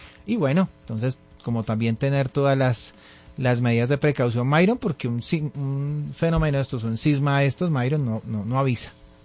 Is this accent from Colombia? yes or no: yes; Colombia; Para pesar de nosotros como colombianos, pues ya se ha entregado un primer balance